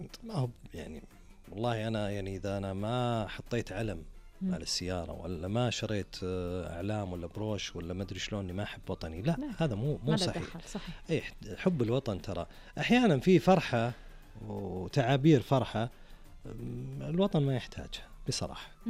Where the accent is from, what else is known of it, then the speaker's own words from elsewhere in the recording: Saudi Arabia; أول شيء مسلمين وسعوديين